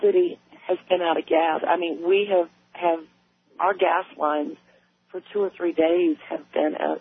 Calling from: Pensacola, Florida, United States

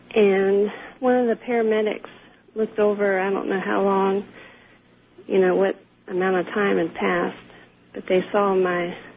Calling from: Florida, United States; I'm in Florida.

